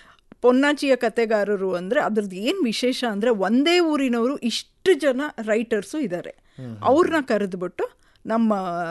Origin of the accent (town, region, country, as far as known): Mysuru, Karnataka, India